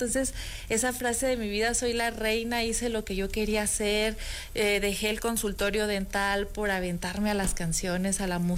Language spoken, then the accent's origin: Spanish; Zinapécuaro, Michoacán, Mexico; Sinapecuaro, Michoacán.